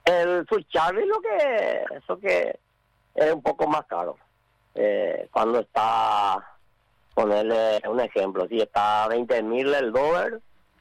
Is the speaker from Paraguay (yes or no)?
yes; Areguá, Central, Paraguay; Yo soy de Estanzuela, Areguá.